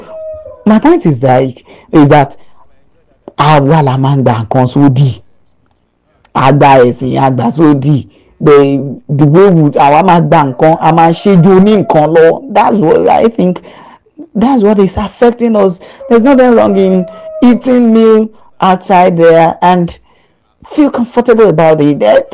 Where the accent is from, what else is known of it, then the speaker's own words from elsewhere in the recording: Melaro, Ogun, Nigeria; Good morning to you all. … from Melaro, Ogun State.